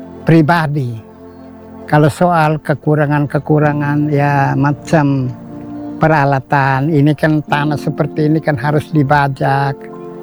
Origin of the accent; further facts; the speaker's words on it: Kefamenanu, East Nusa Tenggara, Indonesia; Jadi kami kebetulan ya dari Kefa datang, kami tidak punya lahan apa-apa, sementara kami punya ya keluarga bersaudara yang pendatang ini